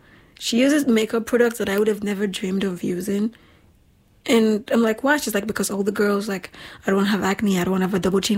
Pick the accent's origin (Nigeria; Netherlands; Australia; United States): Nigeria; now in Europe; I grew up in Nigeria and we didn't usually shave legs. When I moved to Europe, I saw other people shave legs.